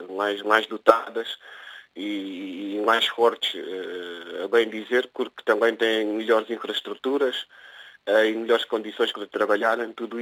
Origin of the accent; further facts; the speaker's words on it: Portugal; Portugal está sempre acima, porque eu também sou português e estou aqui a viver